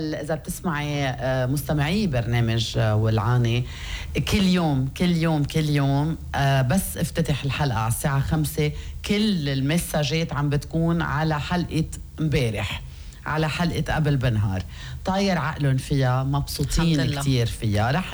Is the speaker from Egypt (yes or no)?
no; Lebanon; ما بيقدي الحياة اللي عم نعيشها نحن كلبنانية